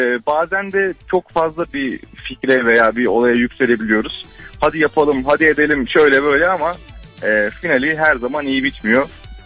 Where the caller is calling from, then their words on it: Denizli, Turkey; Denizli'den arıyorum sizi.